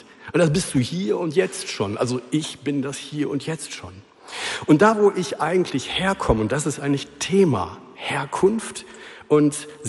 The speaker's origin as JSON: {"language": "German", "country": "Netherlands", "said": "ich bin Niederländer."}